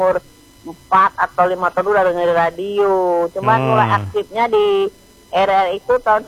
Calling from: Indonesia; Jadi kami ini warga Kemang nih, Cempaka Putih nih

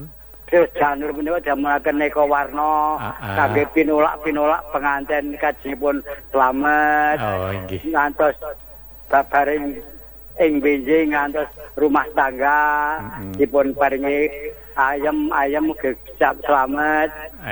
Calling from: Lempake, East Kalimantan, Indonesia; Kula saking Lempake Jaya Bedeng.

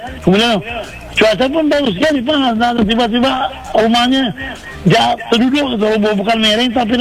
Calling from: West Java, Indonesia; Kita juga orang Barat

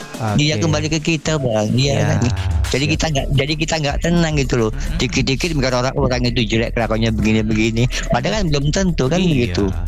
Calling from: Jakarta, Indonesia; Oke, Prompat FM, saya dari Jakarta.

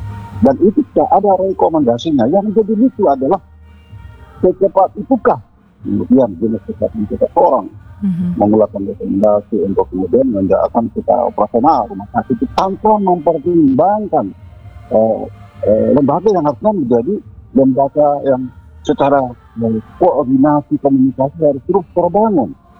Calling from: Sorong, Southwest Papua, Indonesia; sebagai warga Papua, khususnya yang sedang berdomisili di kilometer 17.

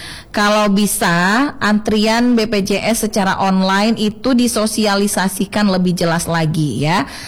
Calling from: Jambi, Indonesia; Saya dari Muaro Jambi.

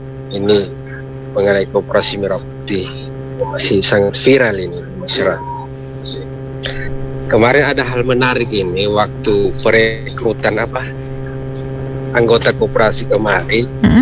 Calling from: Sigi, Central Sulawesi, Indonesia

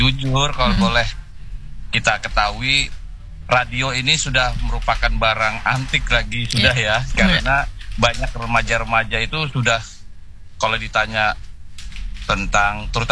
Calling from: Samarinda, East Kalimantan, Indonesia; Oke, saya dari Samarinda

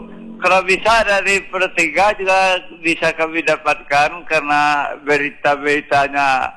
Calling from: Pariaman, West Sumatra, Indonesia; di Pariaman, Bung.

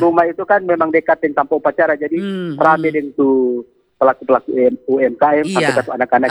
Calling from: Motoling, North Sulawesi, Indonesia; dari Motoling Insta.

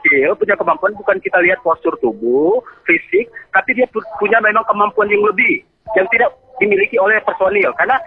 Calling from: North Sulawesi, Indonesia

